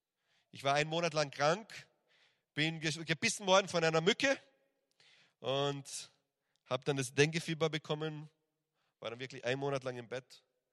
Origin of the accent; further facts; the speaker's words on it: Villach, Carinthia, Austria; moved away as an adult; von unserer Gemeinde in Österreich, also ich komme aus Villach in Kärnten im Süden von Österreich